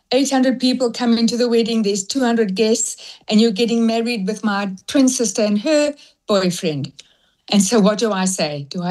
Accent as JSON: {"language": "English", "town": "Regina", "region": "Saskatchewan", "country": "Canada", "moved": "yes", "lives_now": "South Africa", "said": "my parents were adventurers. That's why we moved to South Africa from Regina, Saskatchewan in Canada. People don't even know where that is."}